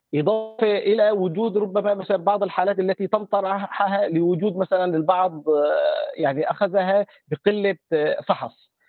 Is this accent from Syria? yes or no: yes; Aleppo, Aleppo Governorate, Syria; حاليا نحن بسوريا لا يوجد سوق، لا يوجد به على الأقل جهاز عيار واحد. مثلا نحن عندنا في حلب مثلا ربما يكون عندنا قرابة تقريبا بحلب 20 جهاز